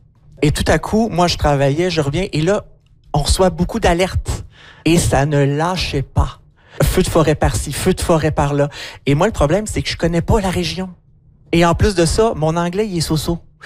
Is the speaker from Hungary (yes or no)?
no; Montreal, Quebec, Canada; moved away as an adult; also born or lived in Northwest Territories; now in Edmonton, Canada; Moi, je viens de Montréal. Ça fait une dizaine d'années que j'habite ici, ben, que j'habite à l'extérieur du Québec, donc dans les territoires du Nord-Ouest, puis par la suite à Edmonton.